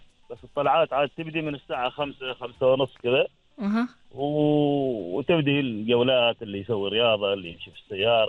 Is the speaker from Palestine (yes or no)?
no; Oman; في هذا الصيف حاليا طبعا عندنا في عمان مكانين جميلات جدا، يمكن يكون الجبل الأخضر واحد.